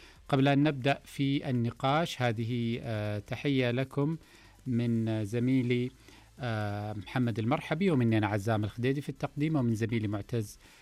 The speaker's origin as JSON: {"language": "Arabic", "country": "Saudi Arabia", "said": "وهذا طبعا منحنا كسعوديين جرعة كبيرة من التفاؤل،"}